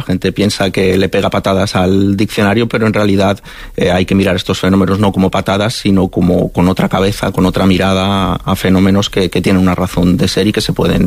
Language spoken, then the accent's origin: Spanish; Vega de Infanzones, Castile and León, Spain; Vega de Infanzones.